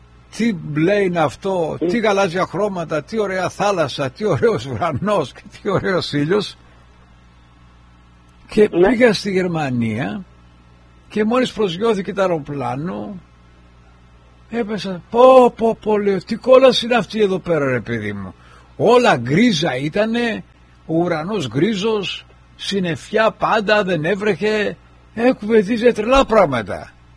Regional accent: Kefalonia, Ionian Islands, Greece; moved away; όταν ήμουν πιτσιρικάς, ακόμα στην Κεφαλονιά

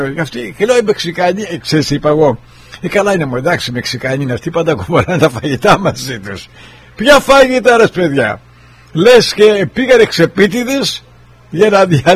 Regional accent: Argostoli, Ionian Islands, Greece; moved away; Μου θύμισε τα παιδικά μου χρόνια στο Αργοστόλι που κι εγώ ήμουν αλιτάγκουρας, αλιτάκι, όπως λένε

